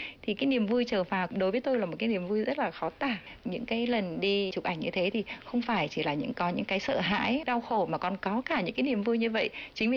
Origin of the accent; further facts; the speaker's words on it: Okinawa, Japan; Vietnamese is a second language; cảm thấy là cố đô Huế có một cái gì rất là giống với thành Surijo, tức là một cái thành của Okinawa, quê hương tôi.